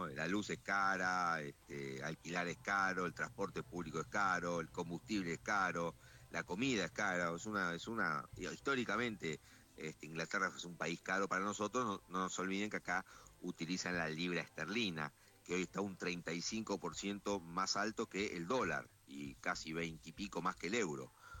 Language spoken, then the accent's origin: Spanish; Argentina; now in London, United Kingdom